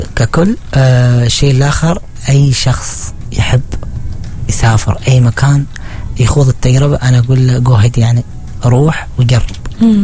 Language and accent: Arabic; Oman; يعني الهوية العمانية كانية نقلتها هناك.